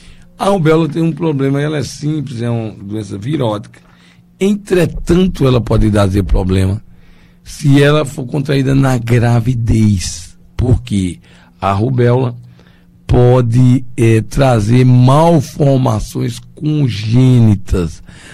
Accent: Campina Grande, Paraíba, Brazil; Mandando um abraço fraterno a todos os meus amigos daqui de Campina Grande, a minha cidade natal.

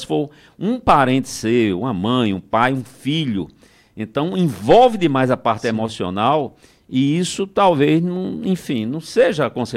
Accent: Northeast Region, Brazil; now in São Paulo, Brazil; Eu já vim do Nordeste para cá, para São Paulo.

